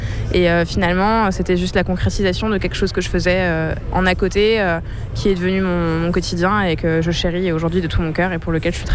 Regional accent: Grand Est, France; Moi j'ai grandi en Champagne-Ardenne, donc grosse ruralité française, dans une famille qui s'appelle, enfin … donc quelque chose de très franco-français gaulois.

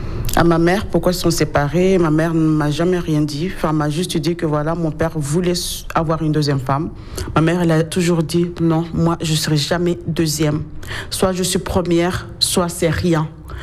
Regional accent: Mayotte; born there; Je suis née à Mayotte. Je suis la première fille. On est 11 au total.

